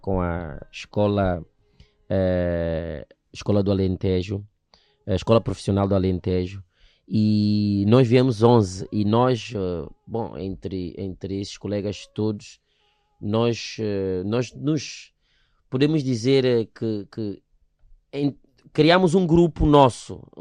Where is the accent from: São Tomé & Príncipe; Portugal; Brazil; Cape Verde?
São Tomé & Príncipe; Como foi a primeira vez que saí de São Tomé e Príncipe